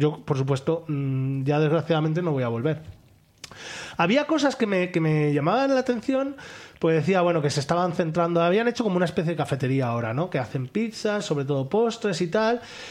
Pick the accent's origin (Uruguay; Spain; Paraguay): Spain; La Rioja; en La Rioja, de donde soy yo